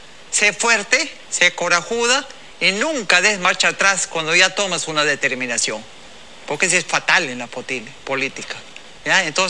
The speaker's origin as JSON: {"language": "Spanish", "country": "Peru", "said": "Todos acá somos peruanos."}